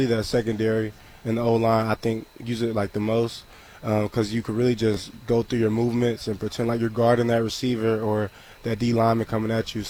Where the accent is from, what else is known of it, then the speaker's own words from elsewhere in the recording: Georgia, United States; It was frustrating years, but I'm from Georgia, but I was always a Cowboys fan for whatever reason. I just grew up a Cowboys fan.